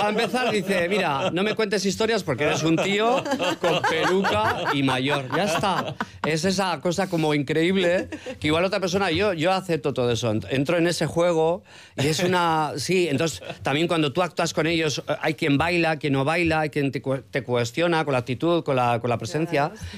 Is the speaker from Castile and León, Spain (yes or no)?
no; Llodio, Basque Country, Spain; y yo soy de Yodio.